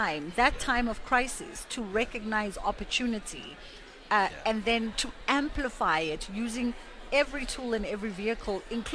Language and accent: English; South Africa; there's a reality that we are facing as South African citizens, no matter where you lie on the lines of the debate.